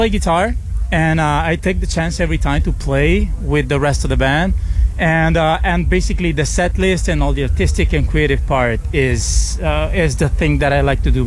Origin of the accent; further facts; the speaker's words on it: Italy; my hometown, which is a very tiny place in the middle of nowhere in Italy.